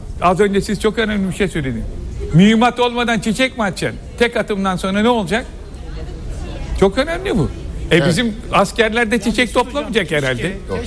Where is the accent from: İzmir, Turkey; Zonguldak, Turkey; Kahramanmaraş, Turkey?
İzmir, Turkey; Bir İzmirli olarak